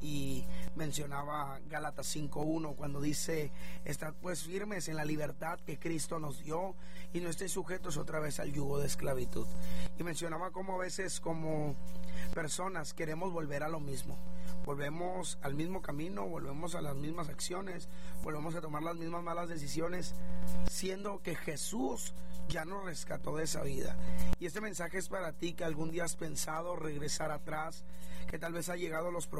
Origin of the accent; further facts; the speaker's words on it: Mexico; celebramos como mexicanos la libertad de nuestra patria